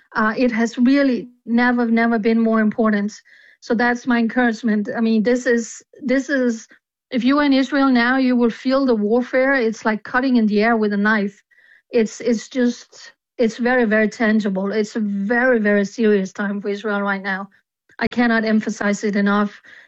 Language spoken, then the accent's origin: English; Denmark; I said, I'm from Denmark.